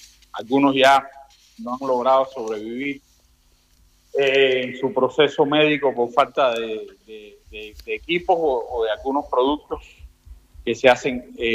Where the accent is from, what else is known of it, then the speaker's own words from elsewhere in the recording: Cuba; now in Panama; nosotros, como cubanos residentes en Panamá